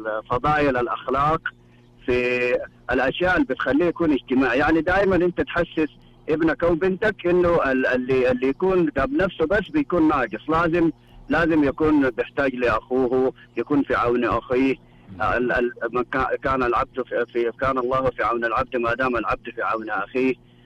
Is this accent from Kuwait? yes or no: no; Sudan; وكان الحمد لله احنا عندنا في السودان المزعلة دي ما في، احنا عندنا ما شاء الله الأسرة الممتدة وكذا